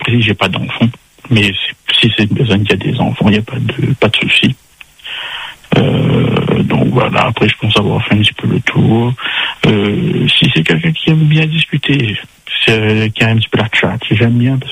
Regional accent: Hauts-de-France, France; Voilà, ben je suis du Nord.

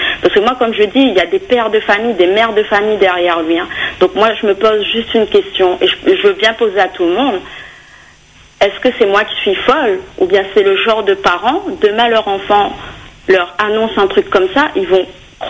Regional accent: Réunion; born there; on est nés à La Réunion.

